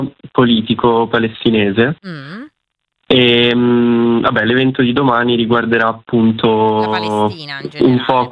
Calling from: Mariano Comense, Lombardy, Italy; sono un ragazzo di Mariano Comense.

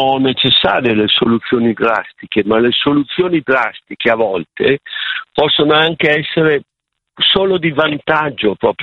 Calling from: Milan, Lombardy, Italy; sono di Milano.

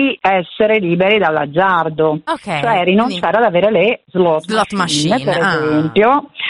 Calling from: Milan, Lombardy, Italy; io mi trovo a Milano, chiamo da Milano

